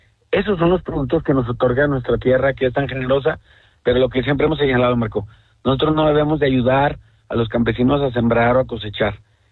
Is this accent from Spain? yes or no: no; Mexico; le hablo como mexicano